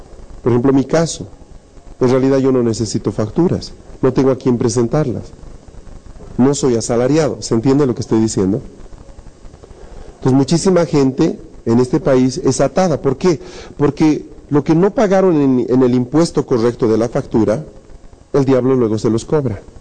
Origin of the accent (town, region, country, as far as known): Bolivia